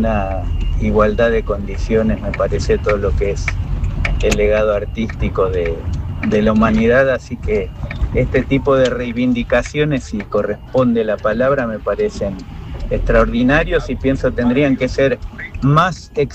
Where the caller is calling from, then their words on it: Buenos Aires, Argentina; Buenas tardes … de Parque Chacabuco.